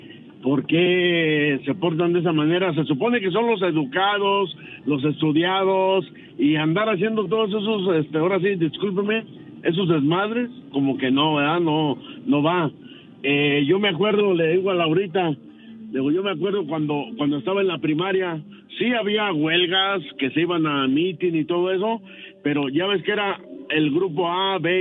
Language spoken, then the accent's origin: Spanish; Zamora, Michoacán, Mexico; now in Jerome, United States; Pero soy de Zamora, Michoacán.